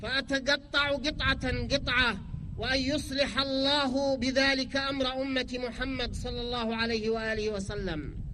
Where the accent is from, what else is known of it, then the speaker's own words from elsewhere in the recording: Yemen; ونحن كشعب يمني مؤمن معنيون بأن نتحرك لنتصدى لأعدائنا